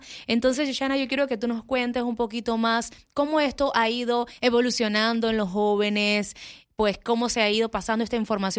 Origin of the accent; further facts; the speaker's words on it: Panama; yo como panameña, y eso que soy panameña